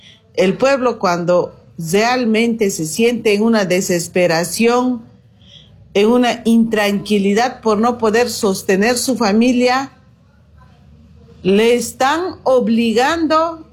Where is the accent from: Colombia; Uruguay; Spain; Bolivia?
Bolivia